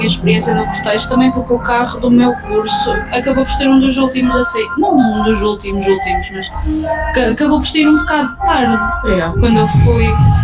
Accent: Madeira, Portugal; now in Coimbra, Portugal; Eu não sou de Coimbra, sou da Madeira.

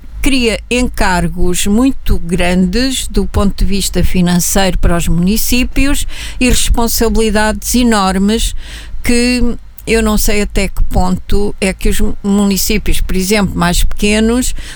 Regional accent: Portugal

